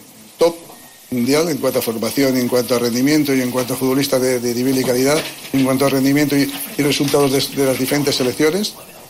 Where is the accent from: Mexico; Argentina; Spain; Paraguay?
Spain; yo creo que se tiene que jugar en mi país, en España